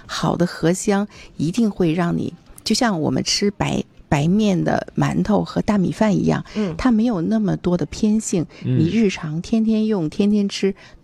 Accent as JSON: {"language": "Chinese", "country": "China", "said": "它才是我们中国人所追求的"}